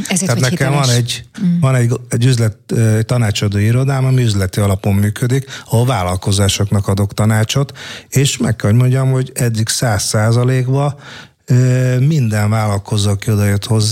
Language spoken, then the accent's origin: Hungarian; Hungary; De itt születtem Magyarországon. Itt voltam óvodás, általános iskolás, középiskolás, gimnazista, főiskolás.